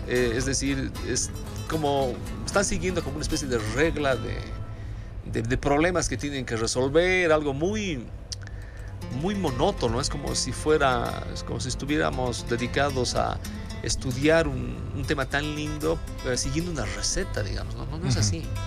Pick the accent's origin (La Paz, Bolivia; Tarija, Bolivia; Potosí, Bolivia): La Paz, Bolivia; Que está en La Paz, algo muy nuestro como paseños